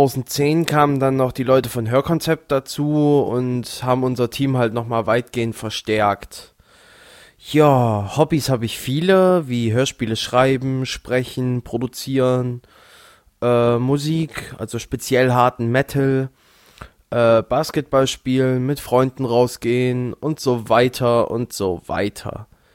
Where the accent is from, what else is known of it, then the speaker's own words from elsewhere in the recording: Bremerhaven, Bremen, Germany; noch 21 Jahre alt und komme aus Bremerhaven.